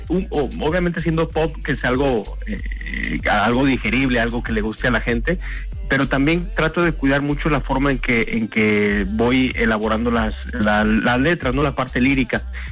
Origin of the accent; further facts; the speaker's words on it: Guadalajara, Jalisco, Mexico; also born or lived in Mexico City; yo soy de Guadalajara. Nací en la capital del país, nací en la Ciudad de México. Sin embargo, mucha parte de mi vida, más bien toda, ¿no?, desde bebé